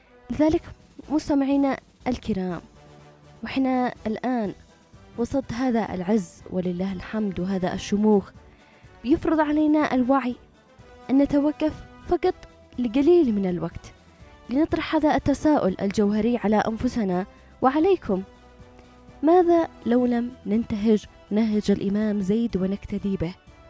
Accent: Yemen; إحنا كيمنيين بأكملنا أو بأغلبنا تهج على هذا النهج وتربى على هذا التربية وتمسك بمنهج وطريق الإمام زيد

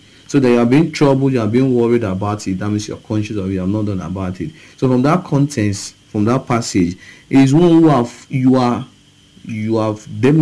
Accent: Okada, Edo, Nigeria; Once again … from Okada Town, Edo State, Nigeria, and it's a pleasure to discuss with you.

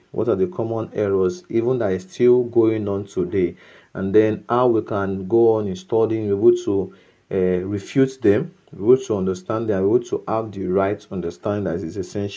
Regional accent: Okada, Edo, Nigeria; from Okada Town, Edo State, and it's a pleasure having this discussio

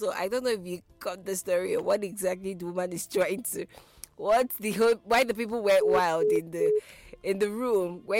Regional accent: Nigeria

